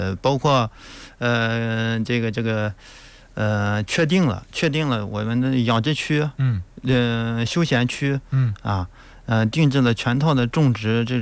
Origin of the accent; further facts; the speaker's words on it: Rizhao, Shandong, China; also born or lived in Qingdao; now in Feicheng, China; 我是老家是日照人。